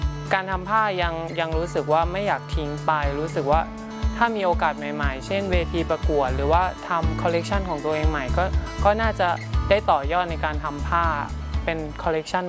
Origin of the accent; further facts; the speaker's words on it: Sisaket, Thailand; มีจังหวัด5พื้นที่นะซึ่งหนูมาจากศรีสะเกษ